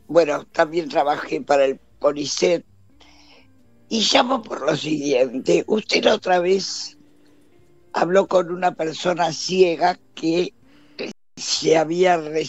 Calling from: Martínez, Buenos Aires Province, Argentina; De Martínez, de Capital.

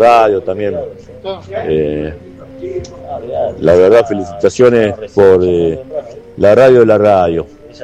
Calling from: Quilmes, Buenos Aires Province, Argentina; Y acá en Quilmes

